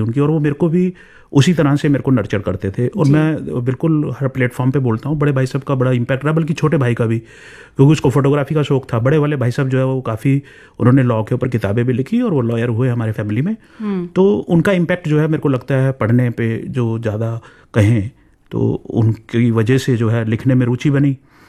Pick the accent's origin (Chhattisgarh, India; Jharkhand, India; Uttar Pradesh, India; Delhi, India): Delhi, India; मेरा जन्म तो दिल्ली में आनंद पर्वत जगह है वहाँ पर हुआ और मैं लेकिन मूल रूप से हिमाचल से बिलोंग करता हूँ और पढ़ाई भी जो है वो दिल्ली में ही